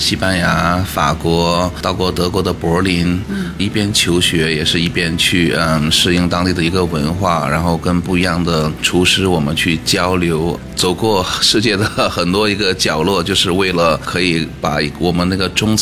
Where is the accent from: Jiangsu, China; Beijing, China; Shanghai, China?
Beijing, China; moved away; 我是北京人，我是北方人，